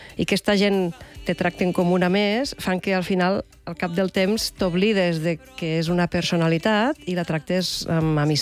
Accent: Catalonia, Spain; accent: Tortosí; perquè com jo defenso molt el tortosí, que és el meu accent, volia que en aquest disc hi haguessin els accents de tots els llocs on fem servir aquesta llengua tan bonica

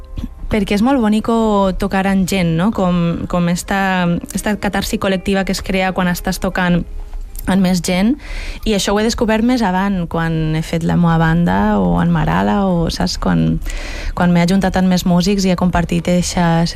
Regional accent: Pedreguer, Valencian Community, Spain; moved away as an adult; also born or lived in Barcelona; Jo soc de Pedreguera

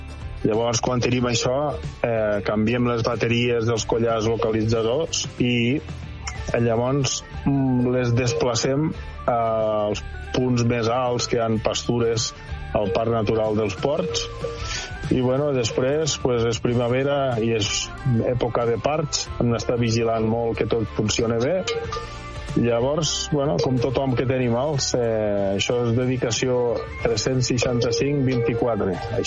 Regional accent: Tortosa, Catalonia, Spain

